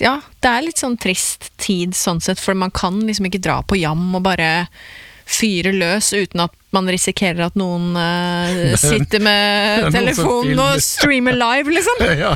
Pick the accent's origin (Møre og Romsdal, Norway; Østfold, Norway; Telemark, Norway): Telemark, Norway; Porsgrunn; Born and bred. Jeg er fra Porsgrunn, så vi er telemarking i begge to, da.